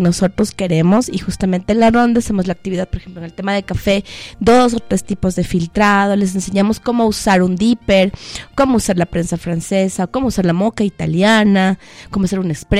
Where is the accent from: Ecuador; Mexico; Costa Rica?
Ecuador; tenemos un excelente café como ecuatorianos